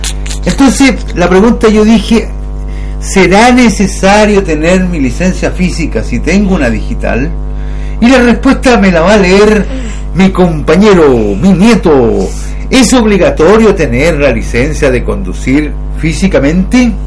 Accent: Chile; soy chileno

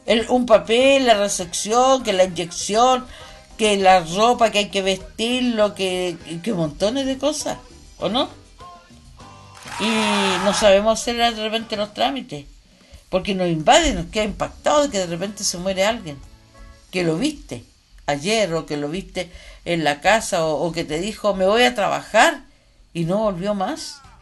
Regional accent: Chile; nosotros ganamos, nosotros somos chilenos tramposos, como dicen en Europa.

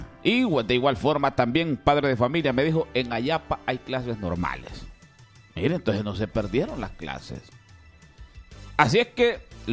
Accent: Honduras

